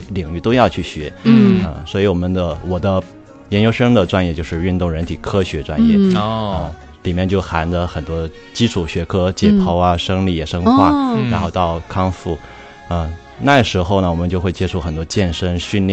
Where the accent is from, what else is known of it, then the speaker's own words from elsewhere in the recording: Shandong, China; 我是山东的